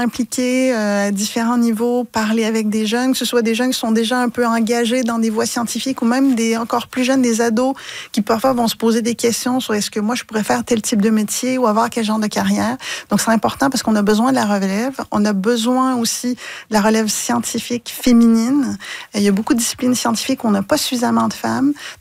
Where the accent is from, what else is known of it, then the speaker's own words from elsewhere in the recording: Trois-Rivières, Quebec, Canada; J'ai grandi à Trois-Rivières. Donc, c'est un moment particulier pour moi d'y revenir.